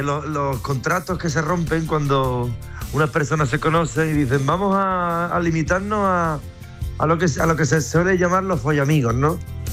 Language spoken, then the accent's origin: Spanish; Seville, Andalusia, Spain